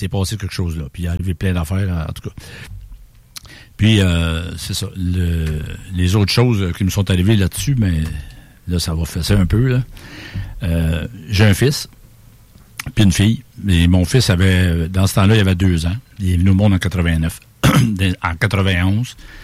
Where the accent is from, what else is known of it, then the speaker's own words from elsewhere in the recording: Sherrington, Quebec, Canada; Quand j'étais jeune, je vivais à Sherrington, ouais. Dans le Racontant, un petit rang perdu, là, où, c'est quasiment un village